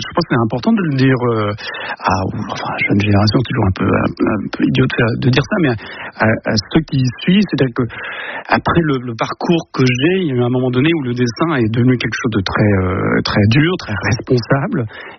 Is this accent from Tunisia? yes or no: yes; Tunis, Tunis Governorate, Tunisia; parce que moi je suis du Tunis